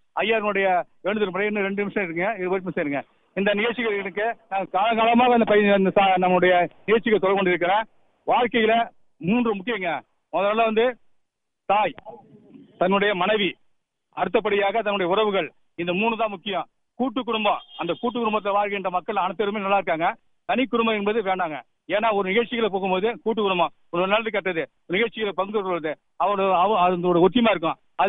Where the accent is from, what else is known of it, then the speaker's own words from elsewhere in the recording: Therku Ayudhakalam, Tamil Nadu, India; என் சொந்த ஊர் தெற்கு ஆயுதகலம்.